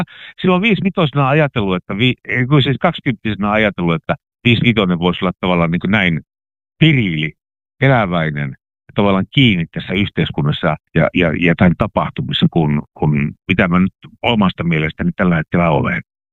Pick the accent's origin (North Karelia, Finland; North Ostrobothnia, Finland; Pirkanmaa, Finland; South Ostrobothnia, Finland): North Ostrobothnia, Finland; Oulu; accent: North Ostrobothnian dialect; also born or lived in Raahe; Mä oon syntynyt Raahessa ja kasvanut Pohjois-Pohjanmaalla ja Oulussa ja mummalla on ollut ihan niin lumivettässä, jossa puhutaan niin kuin just sillä tavalla, kun Pohjois-Pohjanmaalla puhutaan.